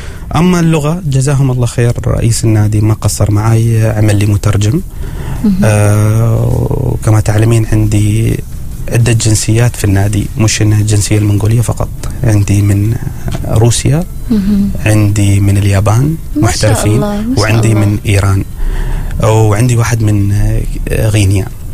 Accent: Oman; moved away as an adult

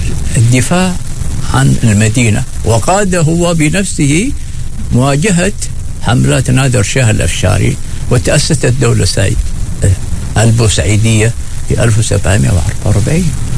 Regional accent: Oman; ولذلك أنا لما كنت في إيران أقول لهم أنا من عمان، قولوا إيش؟ قابوس

